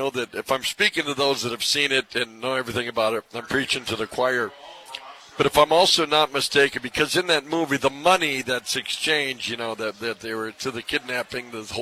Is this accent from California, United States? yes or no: no; Fargo, North Dakota, United States; I got to be back on the air and at home, my hometown there. And he goes, oh, where you live? I said, oh, Fargo, North Dakota.